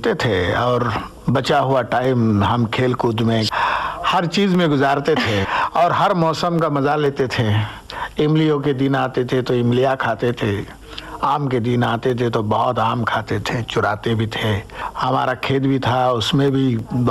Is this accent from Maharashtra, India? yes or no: yes; Ahmednagar, Maharashtra, India; अहमदनगर में ही मेरी पढ़ाई हुई, स्कूल की, कॉलेज की, वहीं मैंने थिएटर किया, एक्टिंग की। मेरे गांव में पानी कम है लेकिन मेरा गांव छोटा है